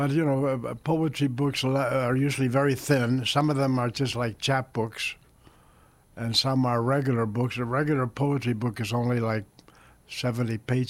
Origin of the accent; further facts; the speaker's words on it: Elizabeth, New Jersey, United States; also born or lived in Spain; I was born in Spain, and right after the Spanish Civil War, and my mother's brothers and sister helped us come across to America in 1949. So my first taste of America was Elizabeth, New Jersey, 15 miles outside of New York, and where I went to elementary school